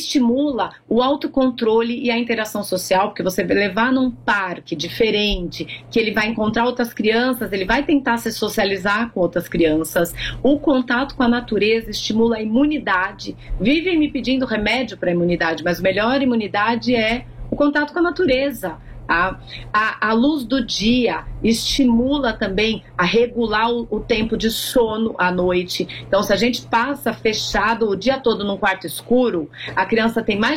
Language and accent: Portuguese; Brazil; A gente aqui, como brasileiro, a gente tem muito medo de inverno, né?